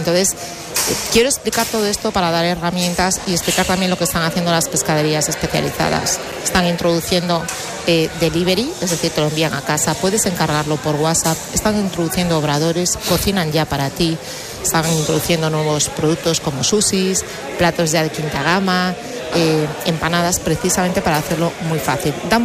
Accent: Galicia, Spain; yo que soy gallega

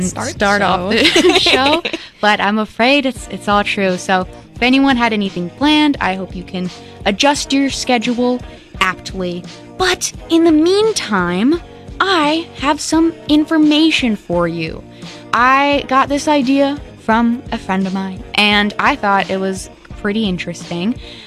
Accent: Woodstock, Illinois, United States; Well, you guys, I'm from Woodstock

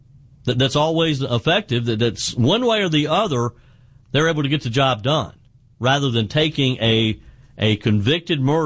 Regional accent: South Carolina, United States; Tracy says the cost to house an inmate in my home state of South Carolina is about $62 a day

